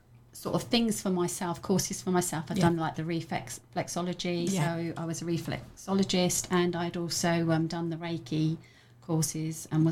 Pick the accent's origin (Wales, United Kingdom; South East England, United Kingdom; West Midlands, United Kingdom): South East England, United Kingdom; Tenterden; my hometown of Tenterden